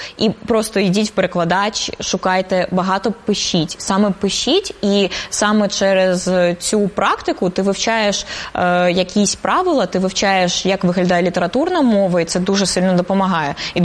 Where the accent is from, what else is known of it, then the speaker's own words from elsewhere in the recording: Simferopol, Crimea, Ukraine; Ukrainian is a second language; moved away; also born or lived in Russia; я з Сімферополю, я зараз перебуваю там і там, я вчу мову